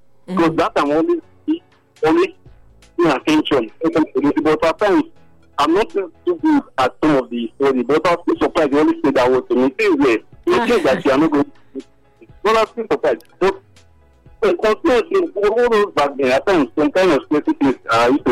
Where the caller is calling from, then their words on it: Egypt; calling you from Egypt.